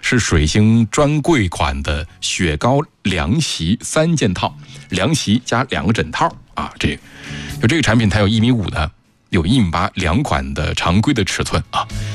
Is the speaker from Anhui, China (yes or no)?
no; Hailar, Inner Mongolia, China; now in Hubei, China; 我就是海拉尔长大的孩子。